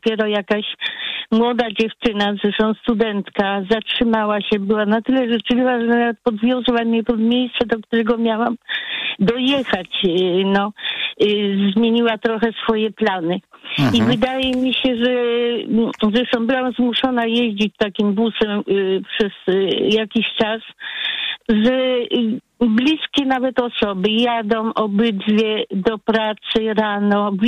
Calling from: Masovian Voivodeship, Poland; Ja spod Radomia.

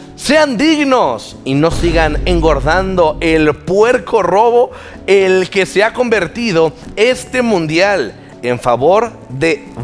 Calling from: Mexico City, Mexico; de la Ciudad de México.

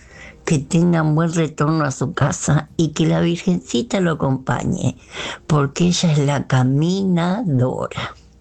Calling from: Pilar, Buenos Aires Province, Argentina; de Pilar y estaba escuchando y quería que supiera.

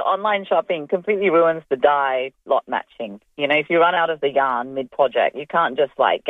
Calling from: Adelaide, South Australia, Australia; I'm from Athelstan, I'm from Adelaide.

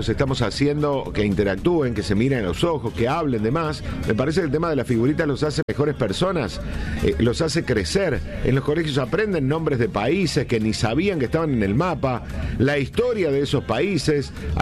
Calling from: Armstrong, Santa Fe, Argentina; de Armstrong, corazón de Agroactiva.

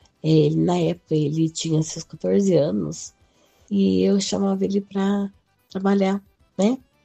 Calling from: São Paulo, Brazil; sou do interior de São Paulo.

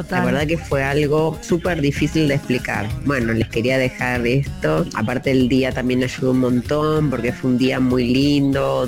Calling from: Villa Luzuriaga, Buenos Aires Province, Argentina; soy de Villa Luzuriaga.

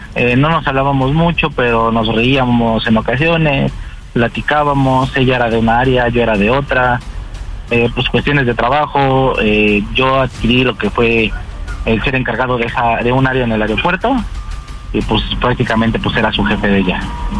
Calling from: Iztapalapa, Mexico City, Mexico; tengo 31 años y soy de Iztapalapa.

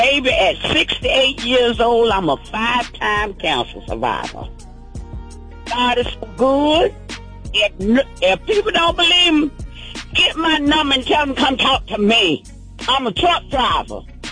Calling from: Lithia Springs, Georgia, United States; I live in Lithia Springs, Georgia.

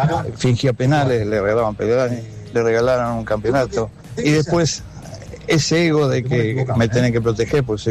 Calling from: Buenos Aires, Argentina; de Parque Chacabuco.

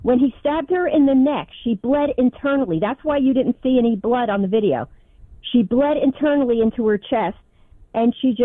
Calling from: New Jersey, United States; I'm from New Jersey

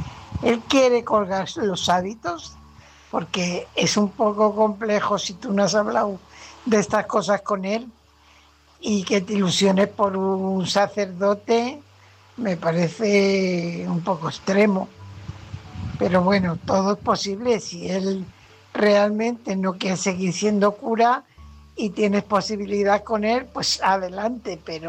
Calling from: Fuenlabrada, Community of Madrid, Spain; Hola Álvaro, buenas noches … corresponsal de Fuenlabrada.

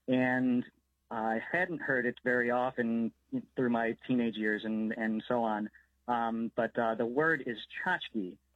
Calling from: Chicago, Illinois, United States; I'm calling from Chicago.

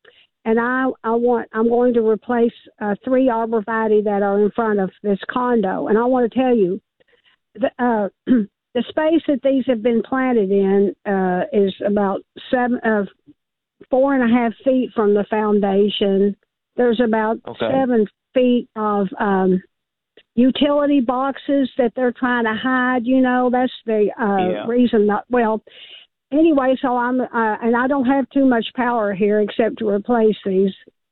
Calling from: Mount Sterling, Kentucky, United States; I'm calling from Mount Sterling, Kentucky

